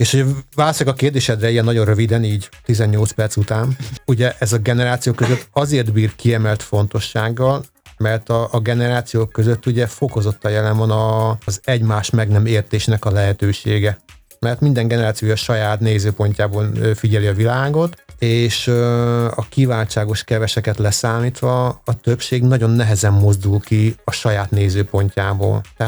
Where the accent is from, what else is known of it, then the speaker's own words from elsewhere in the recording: Szekszárd, Tolna, Hungary; Én ugye Szekszárdból származom, és egy időben egy Szekszárd melletti kisvárosban laktam, viszont Szekszárdon dolgoztam